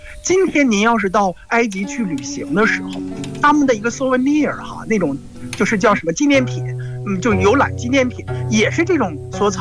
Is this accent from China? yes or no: yes; China; 我们中国人